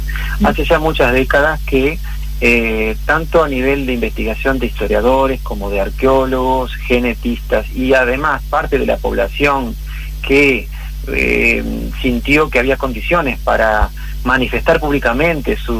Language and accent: Spanish; Uruguay; nuestra identidad cultural como uruguayos.